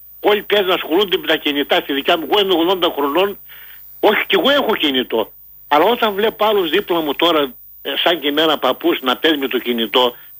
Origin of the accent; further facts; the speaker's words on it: Ftelia, Eastern Macedonia and Thrace, Greece; Είμαι από τη Φτελιά Δράμας.